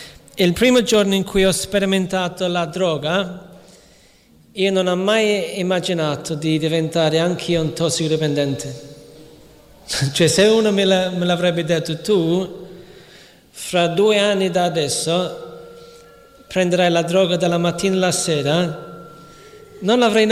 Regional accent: London, United Kingdom; moved away; Io sono cresciuto a Londra

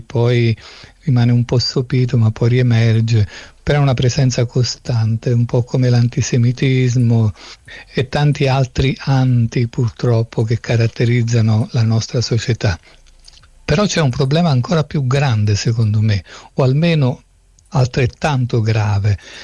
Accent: Naples, Campania, Italy; Io che vengo da Napoli

